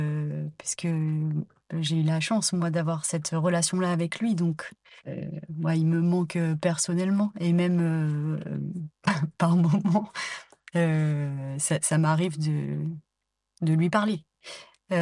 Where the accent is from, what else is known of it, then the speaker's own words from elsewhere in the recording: France; étant palestinienne de l'extérieur, moi je suis née, j'ai grandi en France